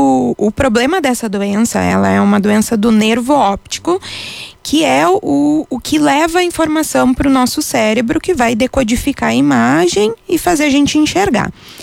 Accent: Ijuí, Rio Grande do Sul, Brazil; moved away as an adult; also born or lived in Mogi das Cruzes / São Paulo; now in Encantado, Brazil; Eu sou natural então de Juí, lá na região noroeste do estado. Eu tô residindo aqui em Encantado já tem 4 anos, me apaixonei por essa cidade.

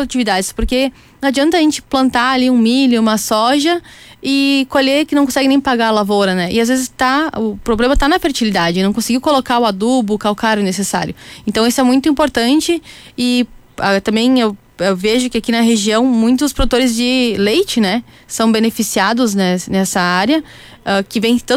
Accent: Roca Sales, Rio Grande do Sul, Brazil; sou de Roca Salles, tá? Interior.

